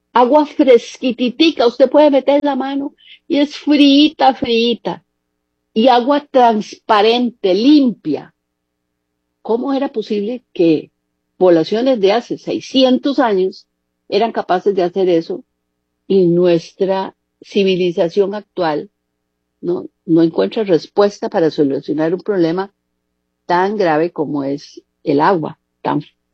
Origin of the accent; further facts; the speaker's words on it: Cartago, Costa Rica; En mi pueblo, Hogar Caliente de Cartago, tenemos un problema bien grande con la contaminación de mantos acuíferos y deforestación